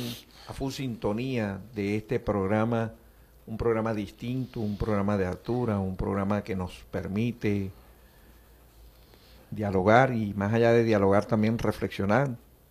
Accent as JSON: {"language": "Spanish", "country": "Venezuela", "said": "Y hoy nos tocó a nosotros como venezolanos."}